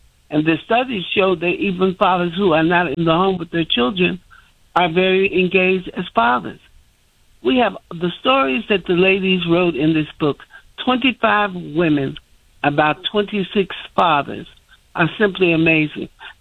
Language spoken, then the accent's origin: English; Louisville, Kentucky, United States; now in Chicago, United States; I'm a transplant, even though I've been here forever. I came here from Louisville, Kentucky, and I've loved Chicago from day one.